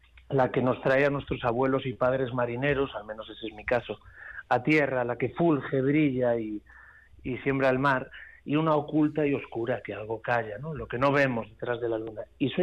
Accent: Ferrol, Galicia, Spain; soy del 83, de Ferrol

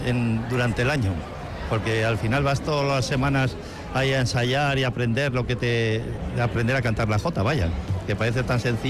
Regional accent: Marcilla, Navarre, Spain; now in Pamplona, Spain; Sí, sí, soy de Marcilla, pero vivo aquí en Pamplona, vaya.

